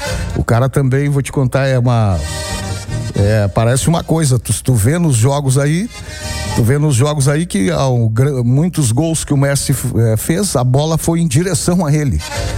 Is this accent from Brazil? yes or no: yes; Brazil